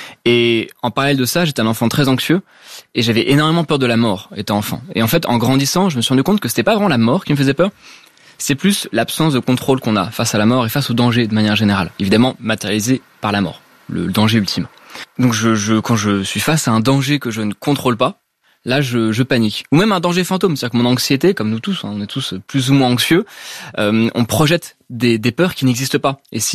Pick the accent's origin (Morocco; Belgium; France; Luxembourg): France; Paris, Île-de-France; j'ai grandi à Paris. Donc du coup, bon, j'ai grandi autour des gratte-ciel